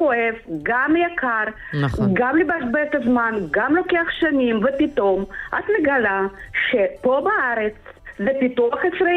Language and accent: Hebrew; Moscow, Russia; moved away as an adult; now in Israel; כשאני עליתי לארץ לפני 35 שנה, הייתי בחורה צעירה וכולי וכולי, אבל רגליים, ידיים וכל האזורים היו בלי שיער מרוסיה, כמעט מסיביר, ממוסקבה.